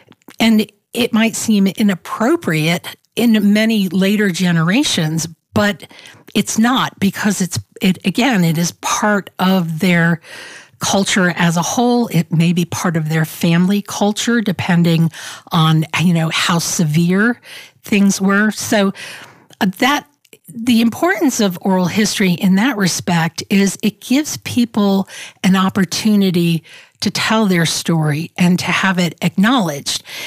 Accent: Georgia, United States; moved away; I'm from the South. I'm from Georgia.

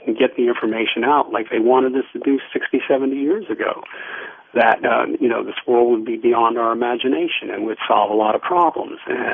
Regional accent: United States; because I'm an American.

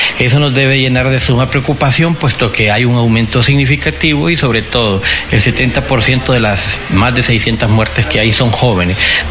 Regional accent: Honduras

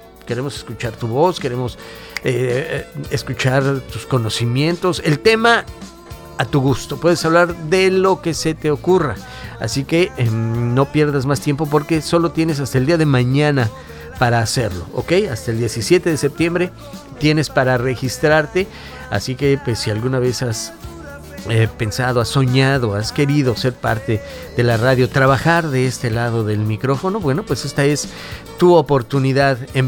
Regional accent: Mexico; viva México, te quiero. Qué orgullo ser mexicano.

